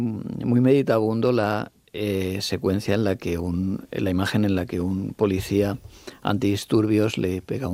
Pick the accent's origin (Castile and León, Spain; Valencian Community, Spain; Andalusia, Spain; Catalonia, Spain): Valencian Community, Spain; y soy alicantino, o sea, valenciano.